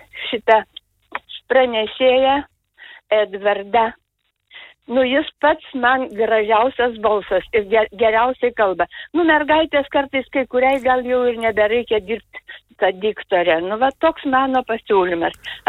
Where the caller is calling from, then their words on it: Kupiškis, Panevėžys County, Lithuania; Aš esu iš Kupiškio.